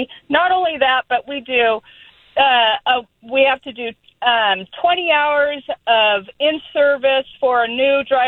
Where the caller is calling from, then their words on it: Sacramento, California, United States; I'm a school bus driver, and I work here in Sacramento.